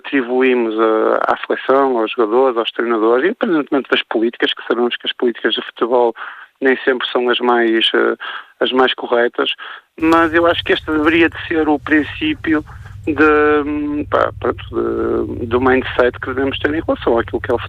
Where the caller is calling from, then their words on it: Portugal